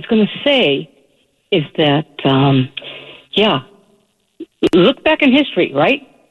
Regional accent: Corona, California, United States; born there; now in Massachusetts, United States; I was born in Corona, California.

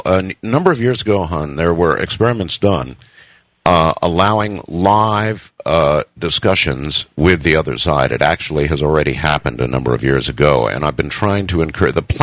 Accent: United States; moved away as an adult; now in Luzon, Philippines; I remain an American citizen.

